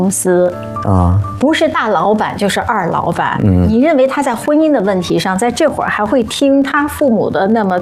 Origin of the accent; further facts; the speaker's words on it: Qingdao, Shandong, China; 哦，哦，啊，咱俩老乡啊，